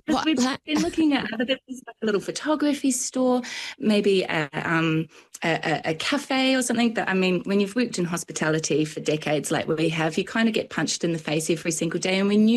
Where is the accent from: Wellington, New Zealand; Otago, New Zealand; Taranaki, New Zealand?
Otago, New Zealand; Oamaru; moved away as an adult; also born or lived in Melbourne, Australia; now in Oamaru, New Zealand; So we'd often thought about moving back to New Zealand because I'm from Oamaru, and we didn't have any family in Melbourne.